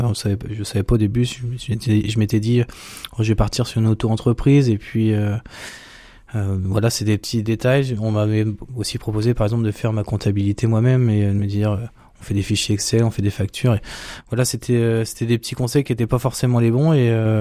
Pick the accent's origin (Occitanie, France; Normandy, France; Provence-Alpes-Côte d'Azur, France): Normandy, France; Argentan; Donc moi je suis issu donc d'Argentan, je suis un pur produit du terroir.